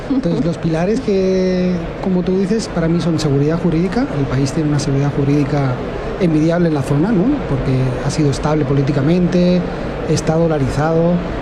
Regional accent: Spain; now in Dominican Republic; nos quieren a los españoles, la verdad. Yo llevo 20 años en República Dominicana y estoy muy contento de seguir allá.

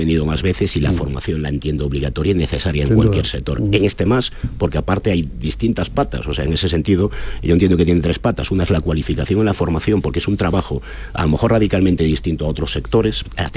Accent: Galicia, Spain; yo, que soy de Galicia

